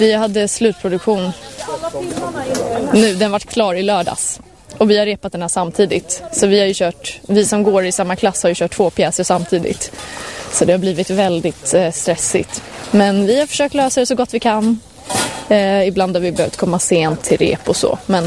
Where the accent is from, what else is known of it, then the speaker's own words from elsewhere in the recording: Bandhagen, Stockholm County, Sweden; Bandhagen.